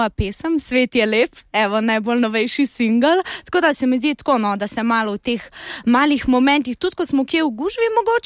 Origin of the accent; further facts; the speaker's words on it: Carinthia, Slovenia; now in Ljubljana, Slovenia; ker sama prihajam iz Koroške, iz gorskega okolja